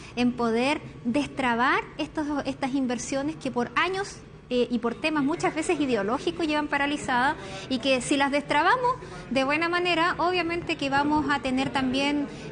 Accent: Los Ríos, Chile; Yo vengo de la región de Los Ríos

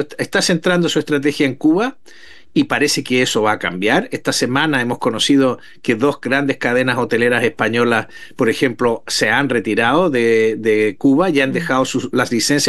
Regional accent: Chile

